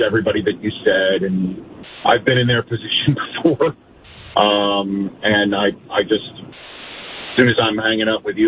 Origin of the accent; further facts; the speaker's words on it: New York, United States; now in Southern California, United States; And listen, I'm a native New Yorker. I do love living in Southern California